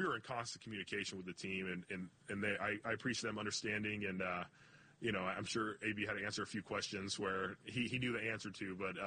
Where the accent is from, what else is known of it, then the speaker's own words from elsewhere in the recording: California, United States; I am from Southern California, but I think if you look at my background and family, like, it's based off of, like, blue-collar hard work.